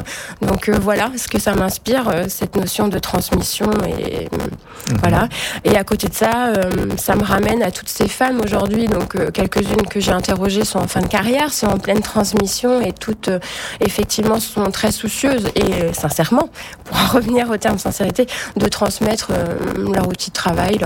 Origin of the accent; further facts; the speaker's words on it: Brittany, France; je suis une bretonne d'origine et née dans le milieu agricole, donc en campagne du côté de l'Orient. Et donc j'ai grandi entre deux femmes, entre deux lieux, et notamment très largement sur une ferme.